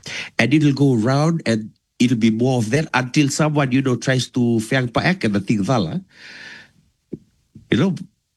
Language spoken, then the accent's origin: English; Fiji; born there; moved away; I was back in Fiji. You know, I was born in Fiji. I wasn't born in Rutuma.